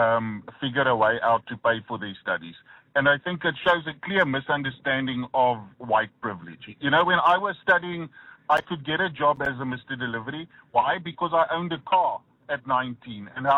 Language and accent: English; South Africa; born there; first language English